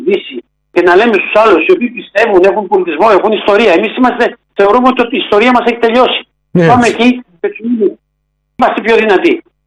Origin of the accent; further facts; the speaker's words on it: Greece; είμαστε Έλληνες εδώ